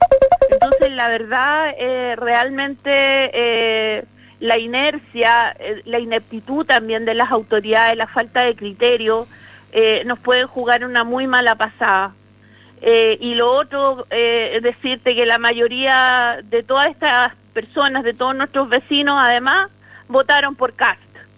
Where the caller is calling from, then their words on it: Chile; todos somos chilenos, todos somos habitantes de este territorio